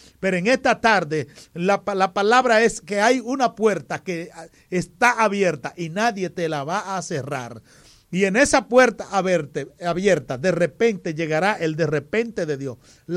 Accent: Higüey, La Altagracia, Dominican Republic; born there; Mi tierra vernácula, donde yo nací, Hato de Mana de Higüey.

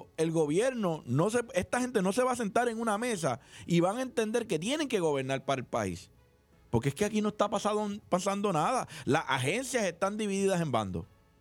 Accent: Puerto Rico

